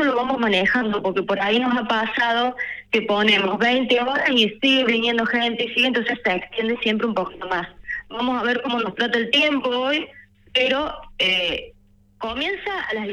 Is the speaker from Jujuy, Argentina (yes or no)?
no; Córdoba, Argentina; yo nací en Barrio Empalme, me crié en Barrio Empalme